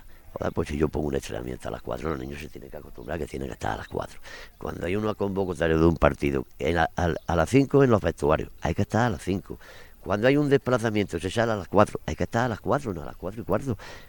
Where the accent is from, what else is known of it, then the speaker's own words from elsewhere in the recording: Villanueva de Córdoba, Andalusia, Spain; viendo a mi pueblo en segunda vez